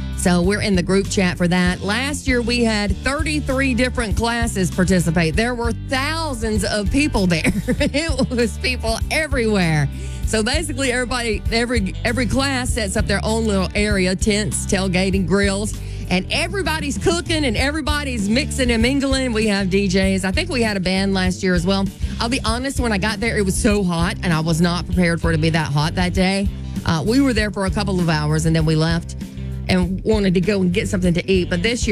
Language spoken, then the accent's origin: English; Fort Valley, Georgia, United States; I grew up in Fort Valley.